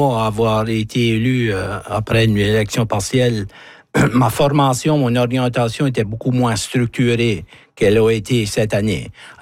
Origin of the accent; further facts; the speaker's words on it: Memramcook, New Brunswick, Canada; moved away as an adult; Je retournais à Memramcook, mon village natal.